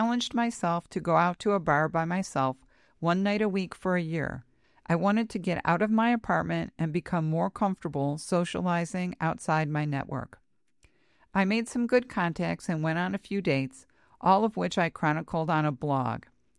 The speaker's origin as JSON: {"language": "English", "region": "Connecticut", "country": "United States", "tie": "born or raised there", "said": "as well as the fact that I grew up in Connecticut, where the tick-borne disease was first found"}